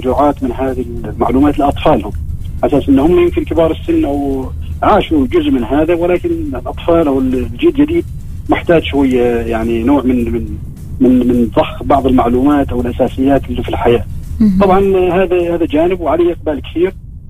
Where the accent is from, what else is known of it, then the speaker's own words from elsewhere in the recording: Oman; احنا كعمانيين